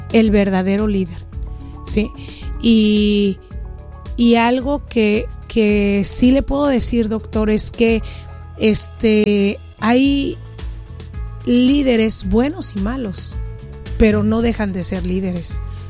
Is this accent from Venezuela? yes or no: no; Guadalajara, Jalisco, Mexico; disculpe, es que yo no soy de aquí. Le dije, yo vengo de Guadalajara.